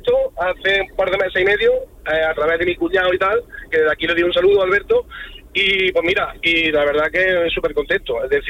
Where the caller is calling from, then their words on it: Posadas, Andalusia, Spain; Yo trabajo en una lavandería industrial aquí en Posadas, en un pueblo de Córdoba.